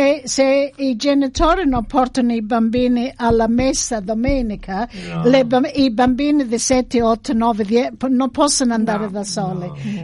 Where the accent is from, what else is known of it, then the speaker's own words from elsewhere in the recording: Calabria, Italy; moved away; nel mio paese, in Calabria